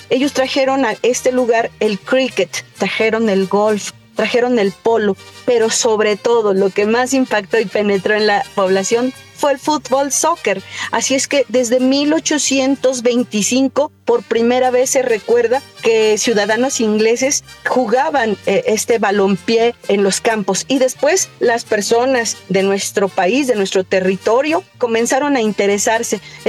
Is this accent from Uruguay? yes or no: no; Mexico; le enseñamos al mundo entero cómo somos los mexicanos, cómo comemos, cómo sonreímos y cómo nos amamos aún.